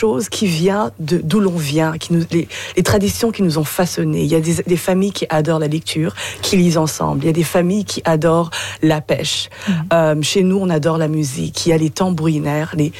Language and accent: French; Burundi; first language Kirundi; French is a second language; now in Ottawa, Canada; Nous venons d'un pays, malheureusement, qui a été ravagé par la guerre.